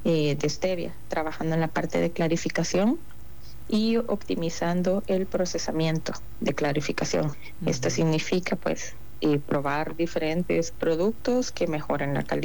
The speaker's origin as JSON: {"language": "Spanish", "country": "El Salvador", "moved": "as an adult", "lives_now": "Argentina"}